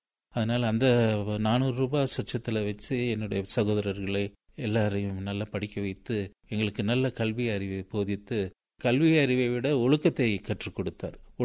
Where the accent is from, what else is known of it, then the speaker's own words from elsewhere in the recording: Lovedale, Tamil Nadu, India; உலக பிரசித்தி பெற்ற ஸ்கூல் அது. அப்பேற்பட்ட இடத்திலே நான் பிறந்து வளர்ந்து